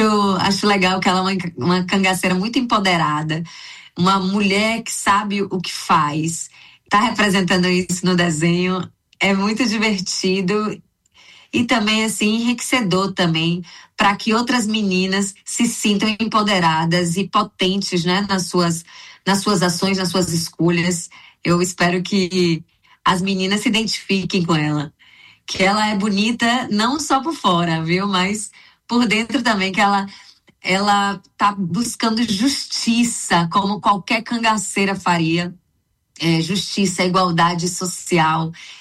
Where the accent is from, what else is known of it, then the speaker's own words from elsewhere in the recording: Bahia, Brazil; Eu sou baiana, né? Como você sabe, sou teropolitana e eu faço essa voz mais puxada para o pernambucano.